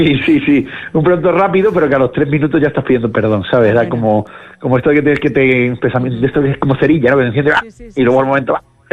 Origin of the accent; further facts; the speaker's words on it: Cádiz, Andalusia, Spain; No, claro, no, y yo además me crié en Cádiz, con lo cual